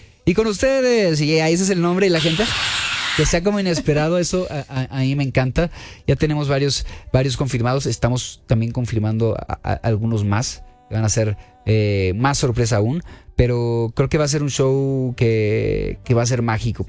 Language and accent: Spanish; León, Guanajuato, Mexico; born there; hay ciudades que son muy lejos de mi casa, de donde yo nací, de León, Guanajuato